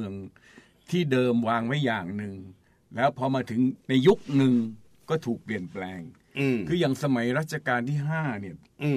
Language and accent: Thai; Lopburi, Thailand; moved away as an adult; now in Bangkok, Thailand; ฉันก็มาจากลพบุรีเนี่ย